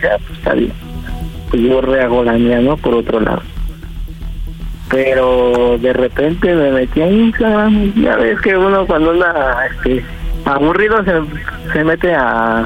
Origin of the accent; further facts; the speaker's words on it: Mexico City, Mexico; 26, aquí de la Ciudad de México.